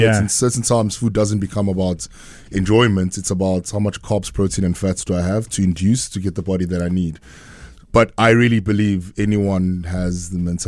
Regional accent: Durban, KwaZulu-Natal, South Africa; moved away as an adult; also born or lived in Cape Town; now in Johannesburg, South Africa; I'm from Lamontville. I'm born and bred in Durban. I did primary school here, high school here. I'm a George Campbell old boy. And then obviously subsequently I went to varsity at UCT and ended up being in Joburg

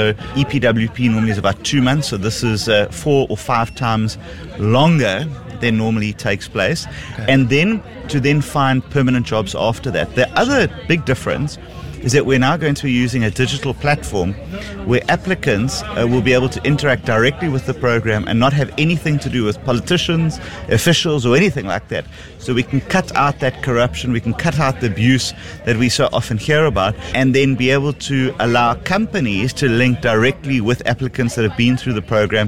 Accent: Durban, KwaZulu-Natal, South Africa; Great to be with my home station, my home province and my hometown.

